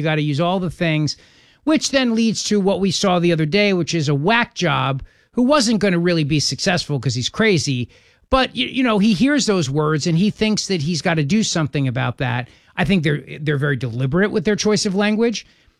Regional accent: New Jersey, United States; I grew up in Jersey politics, and I spent a lot of time in Philly politics.

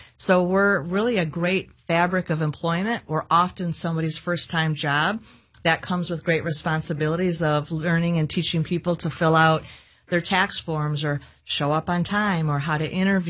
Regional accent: Saginaw, Michigan, United States; now in Midland, United States; And so, yes, I grew up in Saginaw, and I have officially lived in Midland longer than Saginaw.

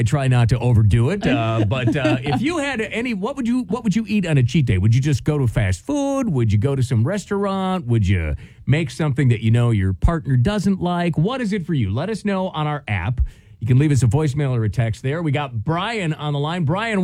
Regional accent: Wisconsin, United States; Now, being that I'm from Wisconsin, I love a good bratwurst.

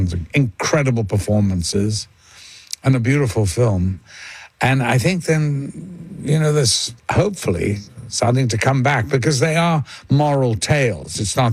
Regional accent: Liverpool, North West England, United Kingdom; I'm from Liverpool.

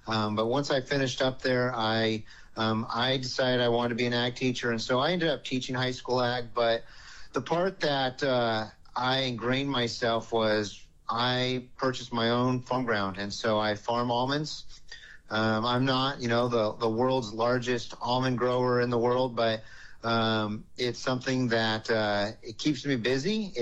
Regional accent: California, United States; I was born and raised here in the Central Valley, so I understand ag.

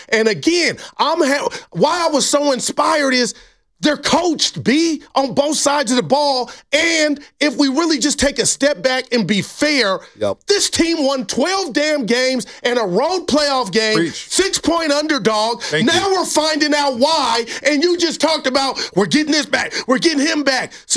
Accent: the Bay Area, California, United States; Okay, I'm from the Bay, man.

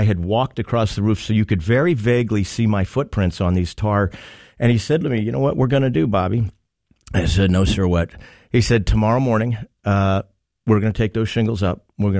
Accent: Wayne, United States; I grew up in Wayne

